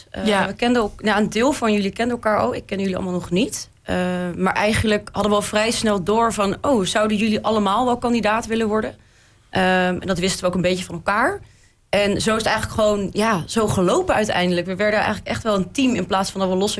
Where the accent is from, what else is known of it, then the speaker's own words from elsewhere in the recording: Schiedam, South Holland, Netherlands; moved away; Kom ik uit Schiedam, ik woon hier tegenover, Dennekerpand.